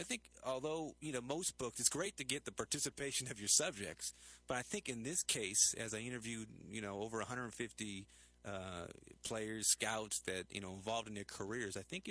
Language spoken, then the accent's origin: English; Bay Area, California, United States; growing up in the Bay Area